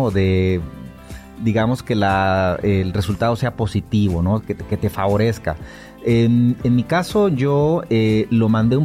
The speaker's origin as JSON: {"language": "Spanish", "town": "Tuxtla Gutiérrez", "region": "Chiapas", "country": "Mexico", "tie": "born or raised there", "also_born_or_lived": "Xalapa, Veracruz", "moved": "as an adult", "lives_now": "United States", "said": "Soy originario de Tuxtla Gutiérrez, Chiapas, donde me eduqué, me formé, hice mis primeros estudios. La licenciatura la estudié en la Universidad Veracruzana, en Jalapa."}